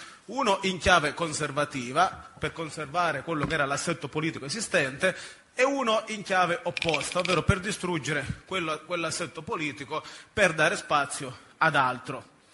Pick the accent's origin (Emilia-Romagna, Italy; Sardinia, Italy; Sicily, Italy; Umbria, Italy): Sicily, Italy; San Fratello; Io non sono veneto, non so se ve ne siete accorti. Provengo dallo stesso paese, in provincia di Messina, che ha dato i natali al nonno di Bettino, Benedetto